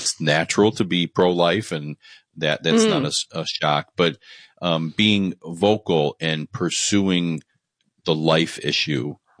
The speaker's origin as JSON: {"language": "English", "region": "Midwest", "country": "United States", "accent": "Midwestern", "said": "I'm kind of like the Midwestern accent where we say we don't have an accent, but, you know, we do."}